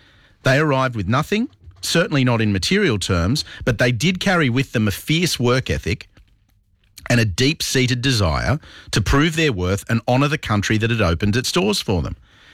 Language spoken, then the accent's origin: English; Australia